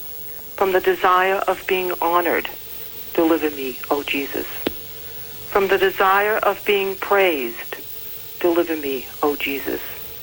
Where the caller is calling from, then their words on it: Worcester, Massachusetts, United States; Worcester, Massachusetts.